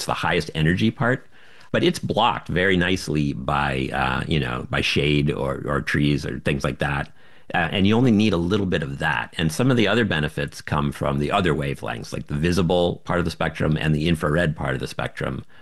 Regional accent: Florida, United States; moved away; I grew up in Florida

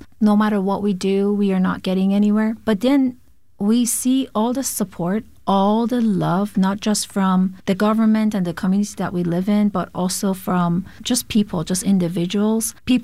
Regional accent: Iran; now in Arizona, United States; born and raised in Iran, moved to U.S. in 2007, also as a religious minority.

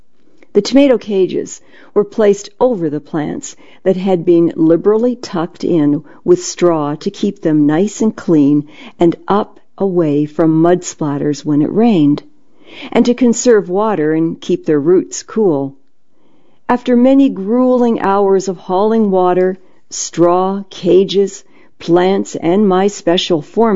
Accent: Ontario, Canada; It first appeared in a local newspaper outside of the area where I grew up in Ontario, Canada

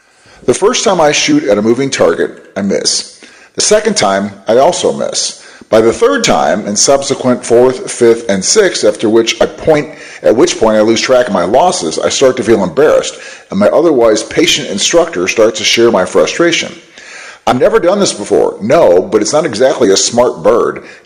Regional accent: Rhode Island, United States; This is partly because I grew up in Rhode Island, which is almost as densely blue as the ocean itself.

